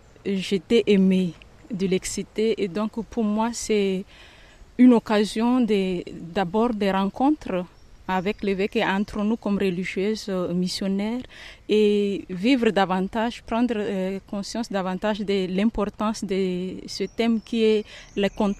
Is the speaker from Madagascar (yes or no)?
yes; Madagascar; now in Moselle, France; je viens de Madagascar.